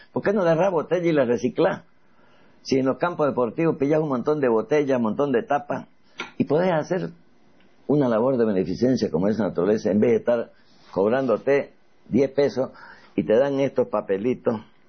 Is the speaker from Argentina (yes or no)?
no; Bolivia; como somos los bolivianos